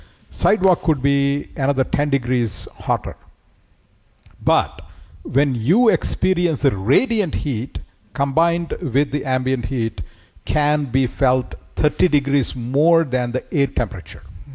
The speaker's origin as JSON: {"language": "English", "country": "India", "tie": "born or raised there", "moved": "yes", "lives_now": "Boston, United States", "said": "growing up in India, I grew up when the temperature would typically go to 115, 118 degrees with 100% humidity. So the air temperature itself was pretty harsh and no air conditioning."}